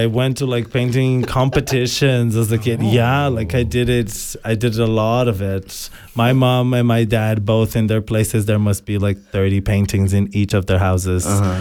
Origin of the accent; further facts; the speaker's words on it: Brazil; English is a second language; there was this place in my hometown that they had just free courses to like people from the community. Brazil has quite some good universal access.